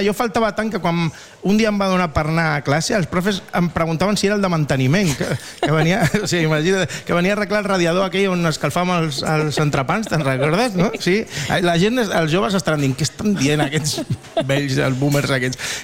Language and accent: Catalan; Barcelona, Catalonia, Spain; also born or lived in León; jo tinc una vinculació molt gran perquè ja saps que jo sóc meitat de Lleó, meitat de Barcelona